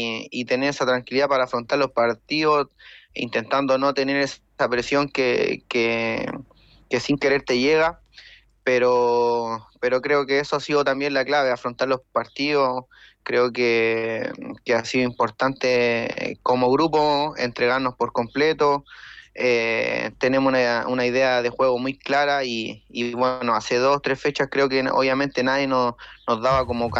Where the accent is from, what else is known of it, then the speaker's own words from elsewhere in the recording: Quillota, Valparaíso, Chile; sí, soy de Quillota.